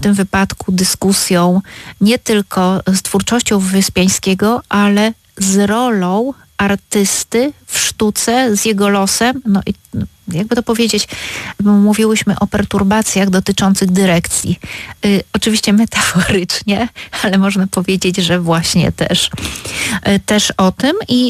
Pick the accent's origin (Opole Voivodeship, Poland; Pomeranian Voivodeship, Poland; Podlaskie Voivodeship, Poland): Opole Voivodeship, Poland; Opole; musimy jako Opolanie być czujni